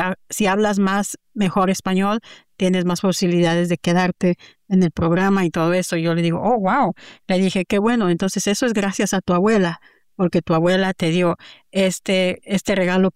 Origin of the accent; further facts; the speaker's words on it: Mexico; now in United States; ¿se te olvida que hoy estás con los mexicanos?